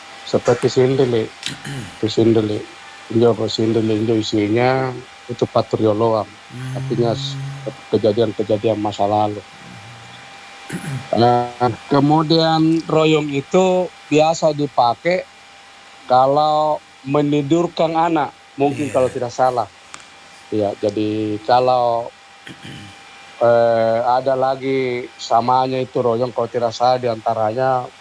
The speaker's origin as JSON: {"language": "Indonesian", "region": "South Sulawesi", "country": "Indonesia", "said": "Jadi kalau kita perantau Bugis Makassar itu sama dengan perilakunya sesama Bugis Makassar, itu akrab sekali."}